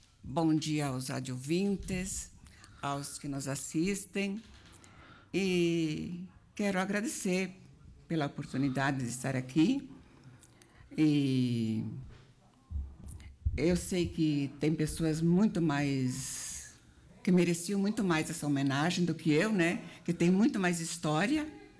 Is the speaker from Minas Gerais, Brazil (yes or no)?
no; Marau, Rio Grande do Sul, Brazil; born there; Ah, eu nasci lá na linha 18 Roso. Naquele tempo era o distrito de Vila Maria, que pertencia ao município de Marau, né?